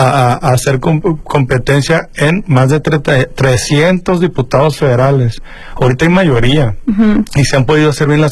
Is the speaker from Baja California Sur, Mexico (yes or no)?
yes; Baja California Sur, Mexico; como buen mexicano, como buen subcaliforniano